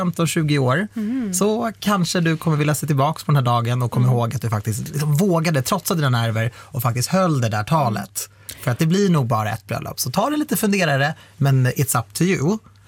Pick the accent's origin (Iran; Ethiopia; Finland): Iran; Ja, jag är ju iranier.